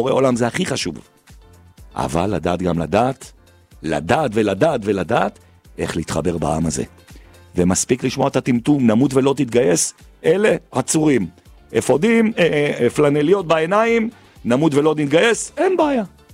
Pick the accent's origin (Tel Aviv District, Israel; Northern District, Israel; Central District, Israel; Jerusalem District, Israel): Jerusalem District, Israel; Jerusalem; אני גדלתי בחרדים. אני גדלתי ברחוב הנביאים, במקביל מאה שערים.